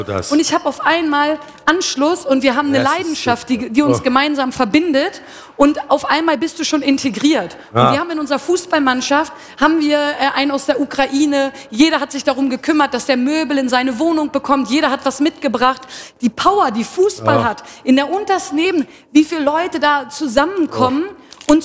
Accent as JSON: {"language": "German", "country": "Germany", "moved": "as an adult", "lives_now": "Bern, Switzerland", "said": "meine Sozialisation als Deutsche in der Schweiz"}